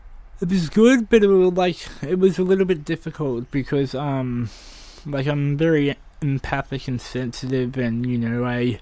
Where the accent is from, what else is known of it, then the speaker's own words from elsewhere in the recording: Queensland, Australia; also born or lived in Christchurch, New Zealand; now in Collingwood, Australia; I'm from New Zealand, Christchurch, but grew up on a 40,000 acre property and then a 30 acre property in Queensland, and now I live in Collingwood.